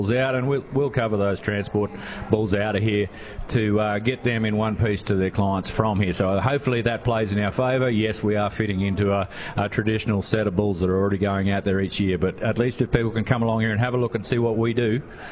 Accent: Queensland, Australia; I am a Queenslander.

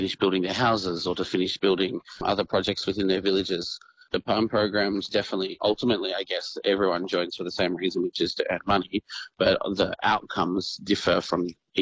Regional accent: Australia; As an Aussie born and bred, I would say, you know, when we can speak six or seven different languages

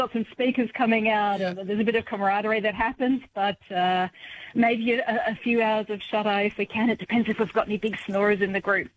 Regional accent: Wollongong, New South Wales, Australia; So, for instance, in my hometown of Wollongong

